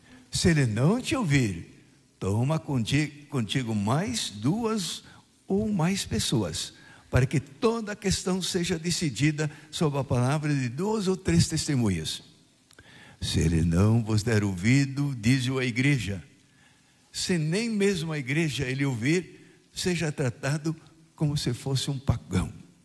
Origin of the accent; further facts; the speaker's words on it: São Pedro do Butiá, Rio Grande do Sul, Brazil; born there; moved away; also born or lived in Ilha do Governador, Rio de Janeiro; sou nascido no São Pedro do Butiá, perto da Argentina, no sul do Rio Grande do Sul. Tenho 53 anos de padre, vim do Rio de Janeiro, onde trabalhei muitos anos na Ilha do Governador